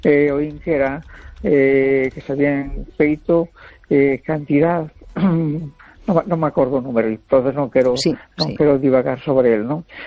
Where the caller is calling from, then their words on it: A Coruña, Galicia, Spain; de La Coruña.